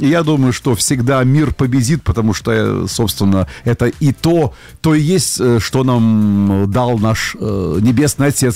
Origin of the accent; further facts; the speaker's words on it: Belarus; вот мы, белорусы